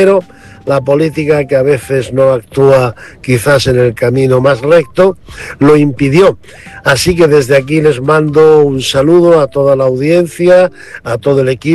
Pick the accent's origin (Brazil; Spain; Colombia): Spain; Villanueva de la Serena, Extremadura; Desde mi pueblo natal, Villanueva de la Serena.